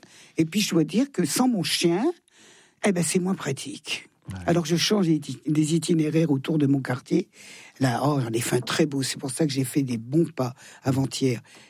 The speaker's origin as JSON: {"language": "French", "town": "Thonon-les-Bains", "region": "Auvergne-Rhône-Alpes", "country": "France", "tie": "born there", "said": "Ah oui, je chante dans ma ville natale"}